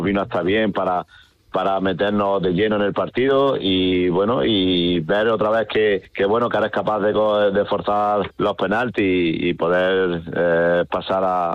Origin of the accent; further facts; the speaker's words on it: Jaén, Andalusia, Spain; y yo que soy de Jaén, pues muchísimo más.